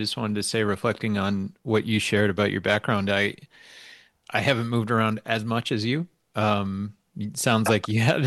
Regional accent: Sturgeon Bay, Wisconsin, United States; also born or lived in Green Bay, Wisconsin / Howard, Wisconsin; I grew up in northern Wisconsin. I grew up in Sturgeon Bay, moved to Green Bay for high school.

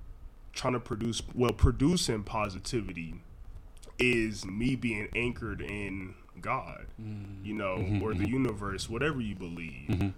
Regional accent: Milwaukee, Wisconsin, United States; You know, growing up in Milwaukee and stuff like that, it most definitely opened up your mind to a lot of the things that happen in the world

